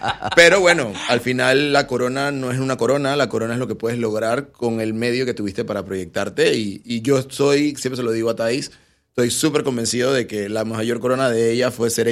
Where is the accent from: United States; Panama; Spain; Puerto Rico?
Panama; Panama City, Panamá; yo soy panameño, mi mamá es brasileña, igual creció también en Panamá. O sea, se vino desde muy niña a Panamá. Mi papá es de La Chorrera. Y bueno, crecí en Villa de las Fuentes y La Alameda, por allá okay. Por El Dorado.